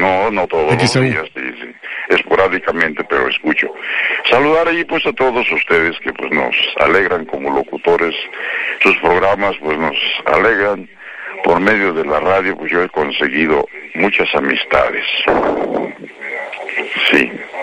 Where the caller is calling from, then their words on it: Amatepec, State of Mexico, Mexico; está a unos 2000 y fracción metros sobre el nivel del mar. Estamos, aquí somos Estado de México